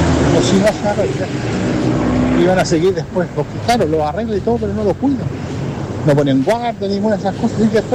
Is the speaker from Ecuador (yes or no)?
no; Antofagasta, Chile; yo soy de Antofagasta y vengo de 60 años de que nací